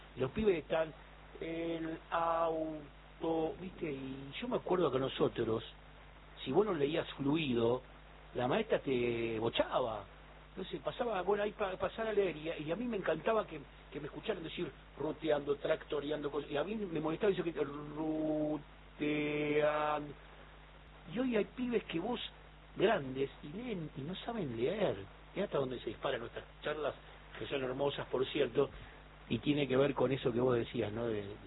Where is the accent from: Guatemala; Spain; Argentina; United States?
Argentina